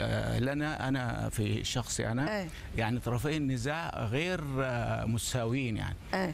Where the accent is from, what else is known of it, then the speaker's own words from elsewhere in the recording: Sudan; انا سوداني